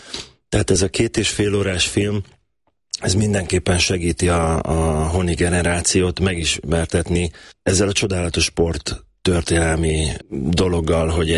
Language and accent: Hungarian; Szeged, Csongrád-Csanád, Hungary; Igen, én Tőzsgyökeres szegedi vagyok, még most is szegedi, vagy mindig is szegedinek fogom magam vallani. Ott van az alma máterem, ott jártam ki az iskoláimat, gimnáziumig.